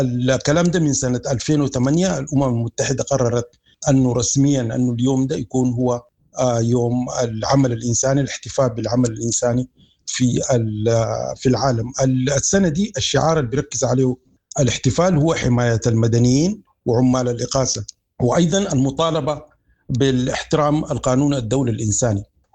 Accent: Sudan; كسودانيين

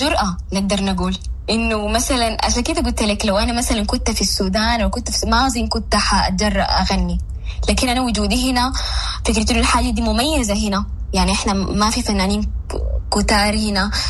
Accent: Saudi Arabia; born there; أنا مولودة في السعودية، ويعني كنت بحكم البعد الجغرافي كنت برضو بعيدة من الثقافة موسيقيا

